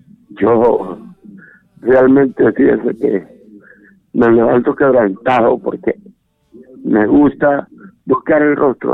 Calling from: Honduras; hablamos de aquí de Brisas de San Manuel.

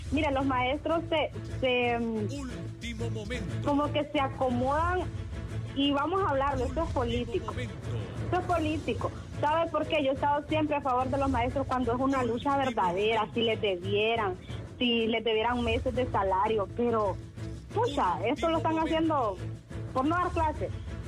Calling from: La Paz, Honduras; Le hablo de La Paz.

